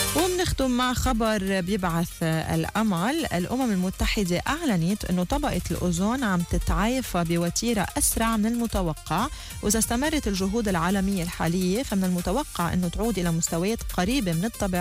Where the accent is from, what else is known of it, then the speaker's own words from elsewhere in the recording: Lebanon; كلبنانيين